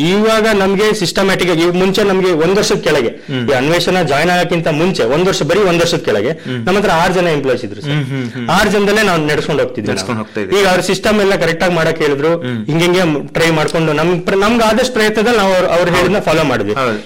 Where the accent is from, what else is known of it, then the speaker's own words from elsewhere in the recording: Koppa, Karnataka, India; ಈಗ ನನ್ನ ಊರು ಕೊಪ್ಪ, ನಾನು ಅಲ್ಲೇ ನಾನು ಕೆಲಸ ಮಾಡ್ಬೇಕು.